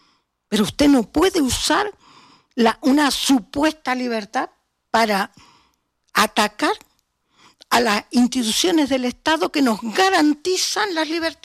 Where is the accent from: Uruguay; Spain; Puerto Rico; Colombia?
Spain; Los Realejos, Canary Islands